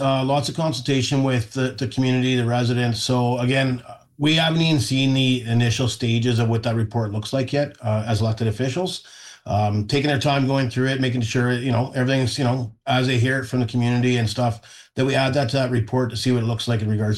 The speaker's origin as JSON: {"language": "English", "town": "Edmonton", "region": "Alberta", "country": "Canada", "tie": "born or raised there", "said": "I grew up in Edmonton."}